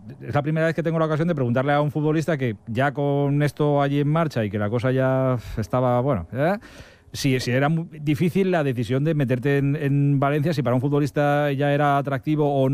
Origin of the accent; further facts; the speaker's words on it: Brazil; Spanish is a second language; moved away as an adult; now in Italy; salí de Brasil